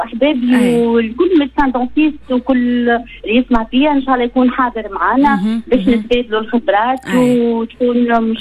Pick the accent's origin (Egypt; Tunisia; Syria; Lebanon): Tunisia; احنا التونسية